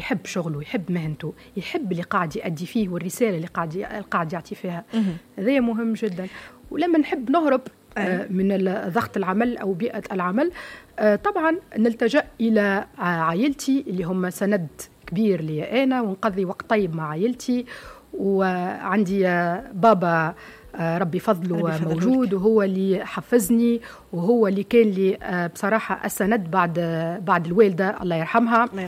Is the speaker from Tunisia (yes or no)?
yes; Tozeur, Tozeur Governorate, Tunisia; born there; also born or lived in Tunis; كي نغادر البلاد اللي أصلي منها، أنا ما تولدتش فيها توزر، أنا تولدت في تونس،